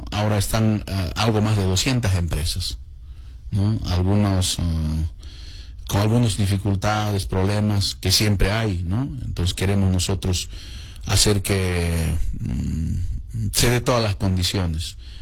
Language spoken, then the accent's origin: Spanish; Independencia, Cochabamba, Bolivia; born there; celebrar este día de la Revolución Agraria en Independencia, comunidad Tiquirpaya, una comunidad muy cercana donde yo nací